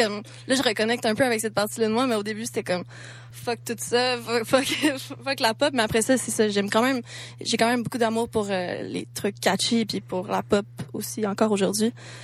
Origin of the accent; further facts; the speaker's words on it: Granby, Quebec, Canada; moi, je viens de Granby, comme... J'ai étudié à Granby, ben je viens de Granby aussi.